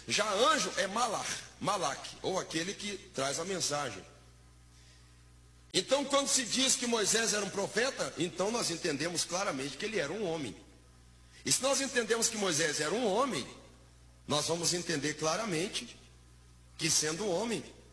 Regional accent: Paraná, Brazil; eu sou paranaense com vocês também.

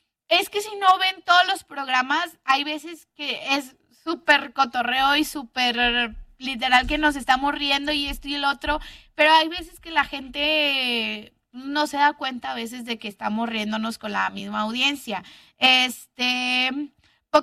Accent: Monterrey, Nuevo León, Mexico; accent: regio, golpeado; soy súper regia, o sea, soy lo más regio que existe.

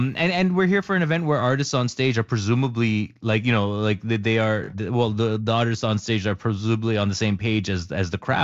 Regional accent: Canada; now in United States; What a time to be in the U.S. as a Canadian while Trump's waging this nonsensical war on us.

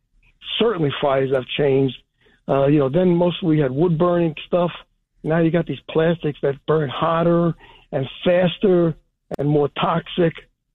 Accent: Brooklyn, New York, United States; born there; also born or lived in Staten Island; I was born in Brooklyn.

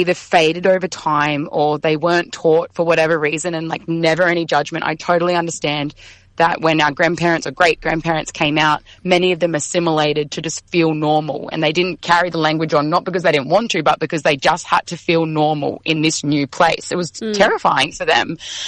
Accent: Gold Coast, Queensland, Australia; I'm from the Gold Coast, and yes, there's an Italian community here, and I love finding other Italians in my local community.

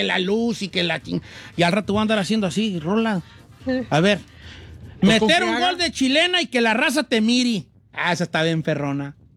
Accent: Michoacán, Mexico; moved away; me vine de Michoacán para acá.

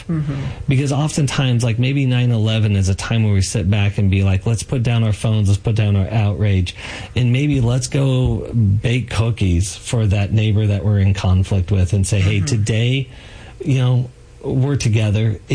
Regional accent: United States; I was fortunate enough to be born as an American and grow up in America.

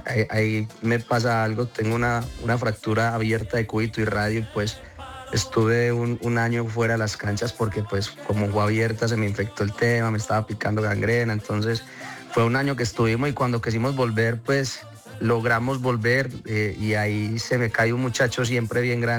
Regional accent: San Carlos, Colombia; mi mamá me manda a presentarme un festival de la canción allá en San Carlos, en mi tierra natal, y voy y me presento y me lo gano.

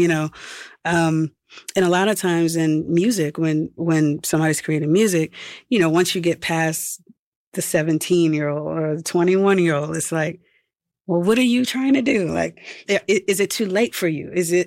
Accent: New Orleans, Louisiana, United States; And so I am from New Orleans, and I grew up, like, on the scene playing

